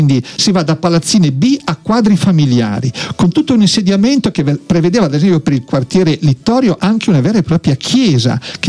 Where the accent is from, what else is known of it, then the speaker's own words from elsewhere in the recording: Cislago, Lombardy, Italy; io che vengo da Cislago